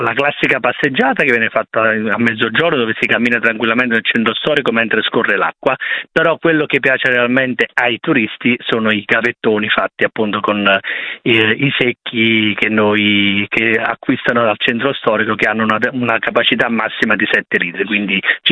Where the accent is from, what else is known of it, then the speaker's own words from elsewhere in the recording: Campagna, Campania, Italy; ma non perché sono di Campania